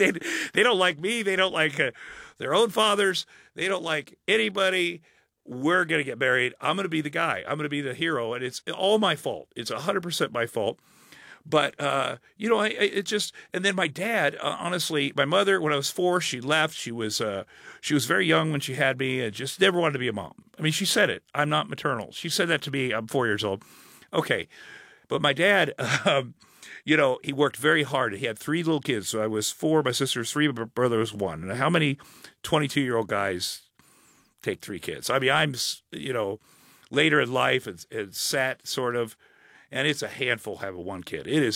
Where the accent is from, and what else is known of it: Ottumwa, Iowa, United States; born or raised there; moved away as an adult; also born or lived in Minneapolis